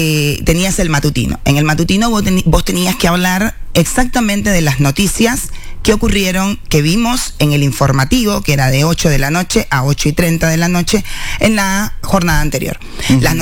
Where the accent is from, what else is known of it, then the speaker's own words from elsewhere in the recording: Moa, Holguín, Cuba; Holguín es un departamento grande. ¿Holguín? Holguín. Pero mi ciudad natal era Moa.